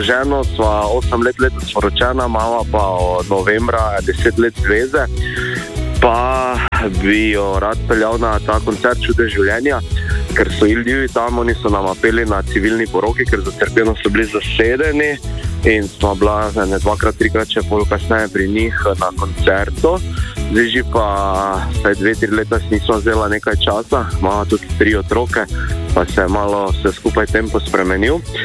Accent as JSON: {"language": "Slovenian", "town": "Maribor", "region": "Drava", "country": "Slovenia", "said": "Jaz sem iz Maribora."}